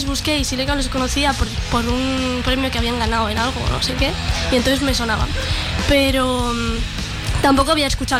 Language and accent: Spanish; Oruña, Cantabria, Spain